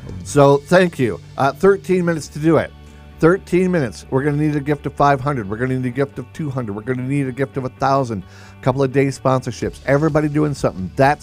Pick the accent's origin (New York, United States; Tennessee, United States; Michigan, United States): Michigan, United States; moved away; I come from Michigan